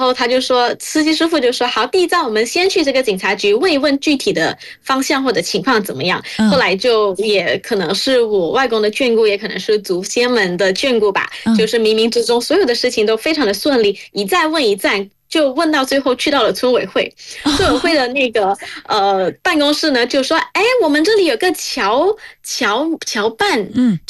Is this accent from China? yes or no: no; Malaysia; 作为一个土生土长的马来西亚华人，我们对中华传统文化的感悟其实不能只用浓厚两个字来概括